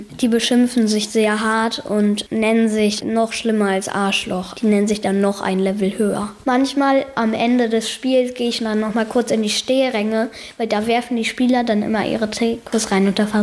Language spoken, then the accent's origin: German; Cologne, North Rhine-Westphalia, Germany; born there; meine halbe Familie ist Leverkusen-Fans und ich wurde in Köln geboren.